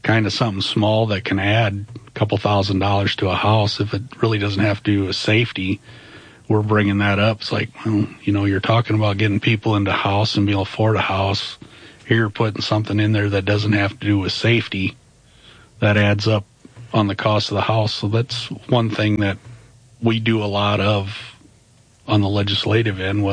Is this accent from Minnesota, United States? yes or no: yes; Rushmore, Minnesota, United States; And I grew up in Rushmore in Southwest Minnesota, so always kind of around in there